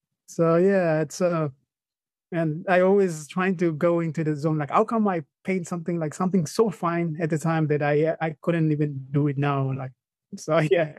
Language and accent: English; Papua New Guinea; They thought that I'm from from Brazil or other places. I don't know how they, Then when I told them PNG, it's like, well, where is PNG?